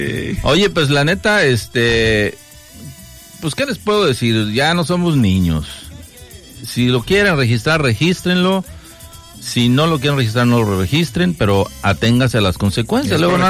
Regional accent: Mexico; Así somos los mexicanos.

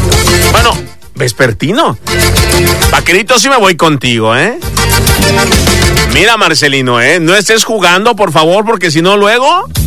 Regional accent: Mexico; Como buen mexicano que somos

